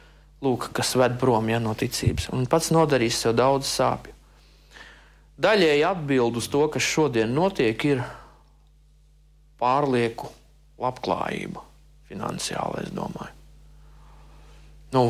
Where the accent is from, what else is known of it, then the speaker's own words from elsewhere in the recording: Ainaži, Limbaži Municipality, Latvia; Ainežos, es esmu no Ainežiem. Ainežos viņa nāca klāt un stāstīja mums evaņģēliju.